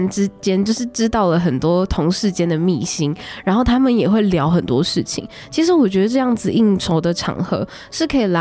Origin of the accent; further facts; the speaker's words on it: Pingtung County, Taiwan; moved away; 因为我自己回去屏东再次过年的时候